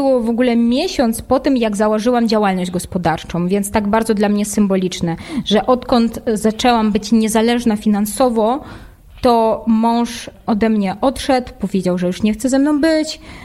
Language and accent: Polish; Russia; Polish is a second language; moved away as an adult; also born or lived in Moscow; now in Katowice, Poland; jestem Rosjanką i 9 lat temu przeprowadziłam się do Polski.